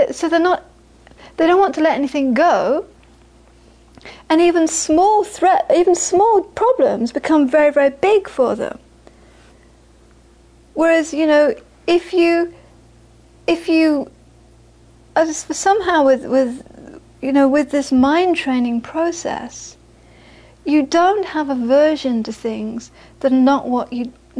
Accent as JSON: {"language": "English", "country": "India", "also_born_or_lived": "Florida", "moved": "yes", "said": "experience of being 7 years in Florida, because I'm coming from India"}